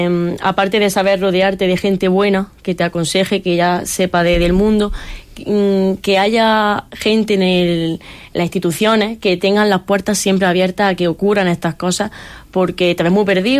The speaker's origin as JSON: {"language": "Spanish", "town": "Baza", "region": "Andalusia", "country": "Spain", "tie": "born or raised there"}